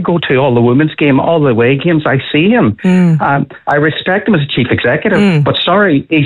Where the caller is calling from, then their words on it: Ireland; as Irish people